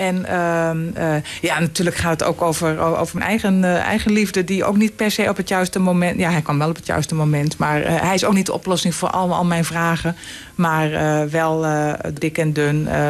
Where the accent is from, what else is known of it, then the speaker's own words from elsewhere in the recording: Dronten, Flevoland, Netherlands; Ik kom uit Dronten. Ik ben in Dronten opgegroeid